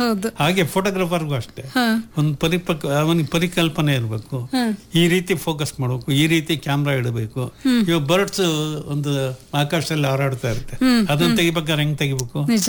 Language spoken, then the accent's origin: Kannada; Chitradurga, Karnataka, India; ಇಲ್ಲ, ನನಗೆ ತುಂಬಾ ಖುಷಿ, ಯಾಕಂದ್ರೆ ನಾನು ಓದಿದ ಊರು ನಮ್ಮೂರು ಅನ್ನೋ ಹೆಮ್ಮೆ ನನಗಿದೆ. ನಾವು ನಿಮ್ಗೆ ಕರೆದಾಗೆಲ್ಲ ನಮ್ಮ ಚಿತ್ರದುರ್ಗ ಬರ್ಬೇಕಂತ ಭಾಳ ಆಸೆ ಇದೆ.